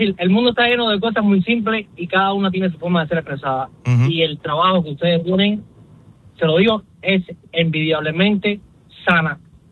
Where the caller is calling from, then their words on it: West Palm Beach, Florida, United States; De aquí, de West Palm Beach.